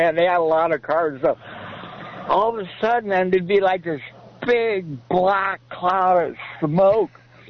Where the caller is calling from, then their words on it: Santa Cruz, California, United States; here in Santa Cruz.